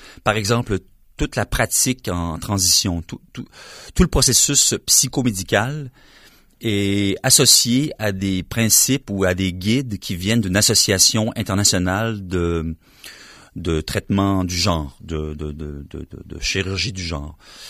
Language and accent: French; Quebec City, Quebec, Canada; à Québec, ma ville natale